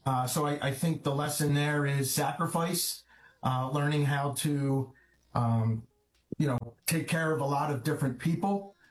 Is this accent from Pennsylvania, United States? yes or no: yes; Pennsylvania, United States; I'm from a small neighborhood just outside of Philadelphia, blue-collar neighborhood. I am the oldest of three.